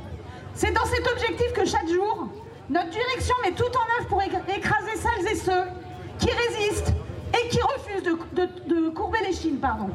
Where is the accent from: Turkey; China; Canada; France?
France; Brittany; je viens du Morbihan.